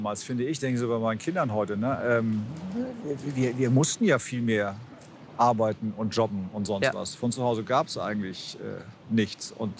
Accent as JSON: {"language": "German", "region": "Bremen", "country": "Germany", "lives_now": "Hamburg, Germany", "said": "Du darfst ja als Bremer dann hier nichts wegschmeißen, wenn du in Hamburg nicht gemeldet bist."}